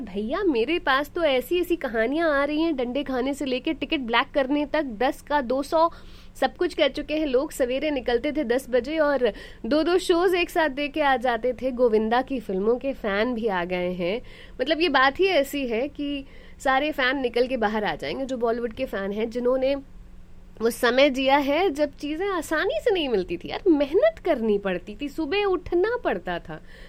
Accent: Patna, Bihar, India; मुझे पता है हम जिस शहर से आते हैं वहाँ पर बड़ा ही फेमस एक थिएटर होता था, अशोक सिनेमा नाम होता था. बिहार की बात कर रही हूँ, पटना की

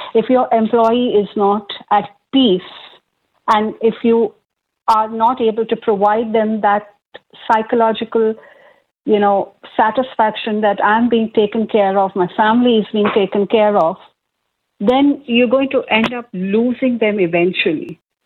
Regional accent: India; moved away; I come from India

